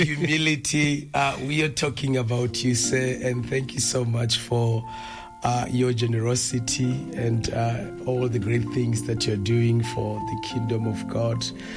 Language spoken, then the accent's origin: English; Letlhakane, Central District, Botswana; moved away as an adult; also born or lived in Orapa / Malaysia; But I grew up in Letlhakane, La Orapa. And my mother was part of the Assemblies of God Church.